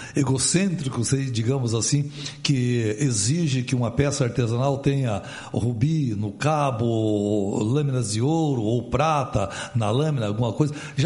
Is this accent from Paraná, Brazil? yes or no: yes; São José dos Pinhais, Paraná, Brazil; Então, eu sou lá de São José dos Pinhais e tem a colônia Murici, uhum. A maior colônia polonesa do Brasil ali, né?